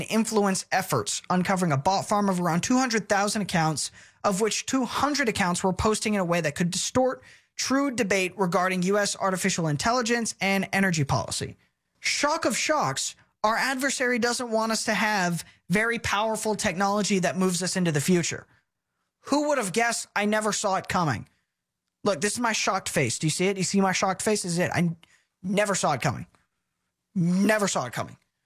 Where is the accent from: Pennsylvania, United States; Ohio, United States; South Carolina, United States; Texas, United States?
Texas, United States; I'm a Texan. We have some of the prettiest, if not the prettiest, land in the country.